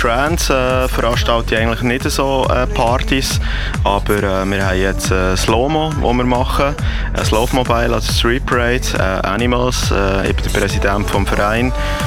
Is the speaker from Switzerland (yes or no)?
yes; Switzerland; Aber in der Schweiz, in meinem Heimatkanton, vor der vollen Halle, und ich hatte Schulkollegen vor mir